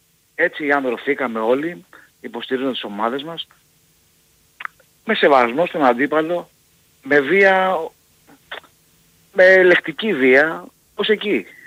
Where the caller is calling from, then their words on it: Paiania, Attica, Greece; από την Παιανία.